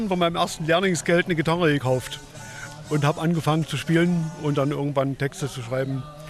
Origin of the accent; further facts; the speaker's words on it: Zittau, Saxony, Germany; now in Glashütte, Germany; Ich stamme ursprünglich aus der Oberlausitz, aus Zittau, und lebe jetzt aber in Glashütte im Osterzgebirge.